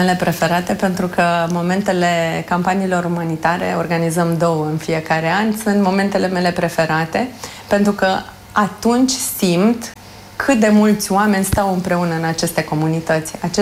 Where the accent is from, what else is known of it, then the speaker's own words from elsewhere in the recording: Romania; nu-mi pare rău că am rămas în țară și nu am plecat din România.